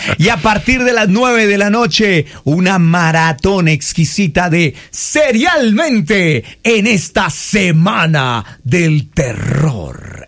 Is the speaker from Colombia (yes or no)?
yes; Mapiripán, Meta, Colombia; moved away; Y precisamente yo que vengo de Mapiripán y salí después de la masacre, de lo que sucedió.